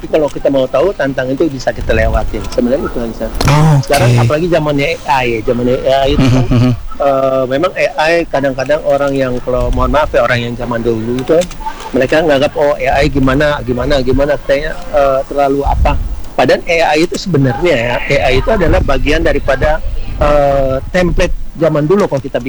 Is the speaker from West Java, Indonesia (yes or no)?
no; Manado, North Sulawesi, Indonesia; Iya, betul. Kita dari Manado.